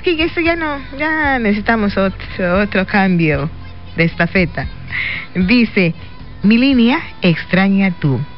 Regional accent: Mexico; nosotros, como buenos mexicanos así somos

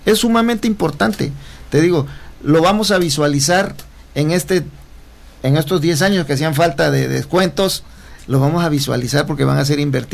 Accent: Coatzacoalcos, Veracruz, Mexico; el ayuntamiento de Coatzacoalcos, de donde yo soy nativo

